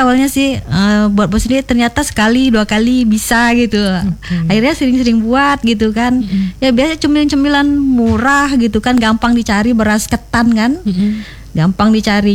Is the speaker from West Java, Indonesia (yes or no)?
yes; West Java, Indonesia; Iya, memang saya dari Jawa Barat, Sunda ya kan. Iya, orang mama sama nenek kan memang orang Sunda dia kan.